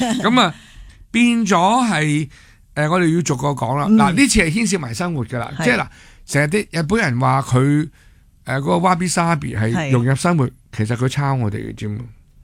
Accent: Hong Kong; 我哋香港人就系、有时我啦，以前后生好中意 city life 嘅。

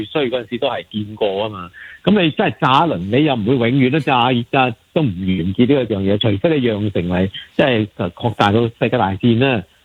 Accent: Hong Kong; 我哋香港人

